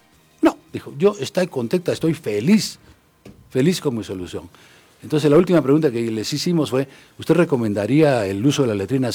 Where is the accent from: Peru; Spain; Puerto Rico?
Peru; now in United States; primero estuve en Arabia, luego en América Central. Yo soy peruano originalmente